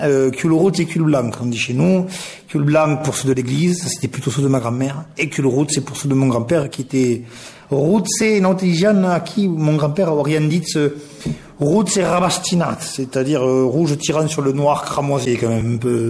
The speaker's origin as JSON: {"language": "French", "town": "Decazeville", "region": "Occitanie", "country": "France", "tie": "born there", "moved": "as an adult", "lives_now": "Toulouse, France", "said": "je suis né dans l'Aveyron, à De Cazeville. De père donc aveyronnais et d'une mère béarnaise"}